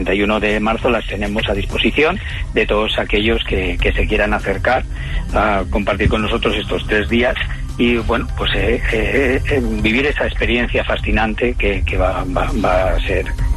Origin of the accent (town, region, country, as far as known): Teruel, Aragon, Spain